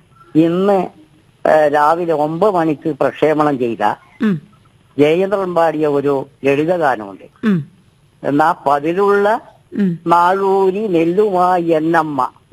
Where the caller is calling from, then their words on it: Irikkur, Kerala, India; ഇരിക്കൂർ ആയിപ്പുഴയിൽ നിന്ന്.